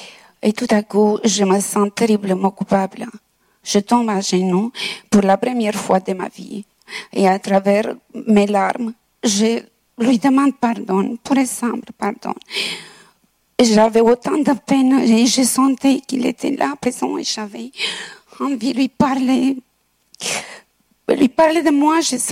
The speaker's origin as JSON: {"language": "French", "region": "Transylvania", "country": "Romania", "tie": "born or raised there", "said": "je suis originaire de Transylvanie"}